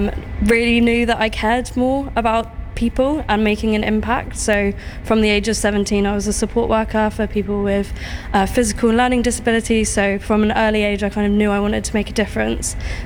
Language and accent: English; South West England, United Kingdom; I grew up in Cornwall, so as you can imagine, there's probably not much motorsport down there.